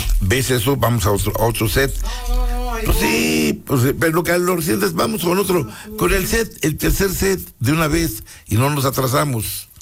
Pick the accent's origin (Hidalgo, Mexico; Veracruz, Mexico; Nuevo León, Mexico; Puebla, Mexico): Puebla, Mexico; Necaxa; born there; pregunten, yo nací en Necaxa